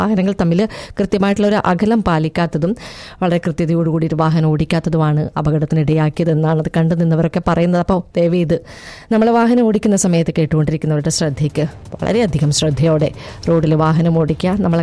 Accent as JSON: {"language": "Malayalam", "region": "Kerala", "country": "India", "said": "ഒരു മലയാളി എന്ന നിലയിൽ, ഒരു ഇന്ത്യക്കാരൻ എന്ന നിലയിൽ"}